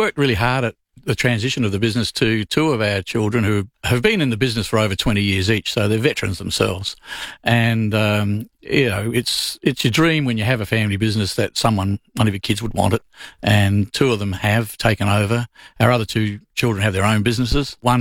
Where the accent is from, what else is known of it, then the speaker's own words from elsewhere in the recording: Millswood, South Australia, Australia; I originally grew up in at Erbray, and then we moved to Millswood later on.